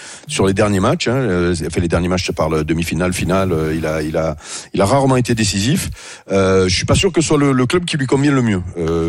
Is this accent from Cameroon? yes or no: no; France; Oui, bah, on est français, on préfère Mbappé